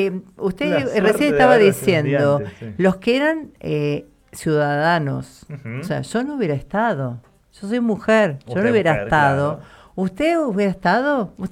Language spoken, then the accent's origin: Spanish; Argentina; a veces renegamos cuando viajamos que somos argentinos.